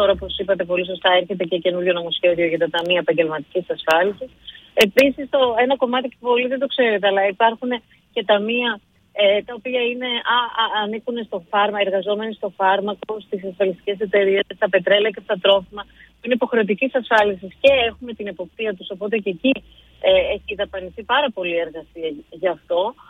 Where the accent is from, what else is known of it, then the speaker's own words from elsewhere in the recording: Thessaloniki, Central Macedonia, Greece; Προφανώς είναι από τη Θεσσαλονίκη, είναι η πόλη μου, είναι οι άνθρωποι μου εδώ.